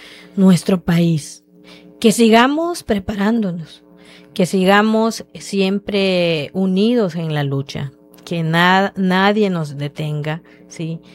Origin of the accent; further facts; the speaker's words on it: Nacajuca, Tabasco, Mexico; first language Maya; Spanish is a second language; mi lengua Yucatán Maya? Que … soy de Tecoluta, Nacajuca